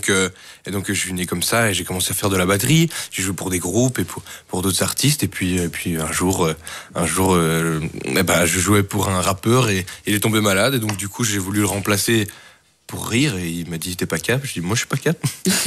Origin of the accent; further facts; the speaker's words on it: Mons, Wallonia, Belgium; Oui, je viens de Mons, effectivement.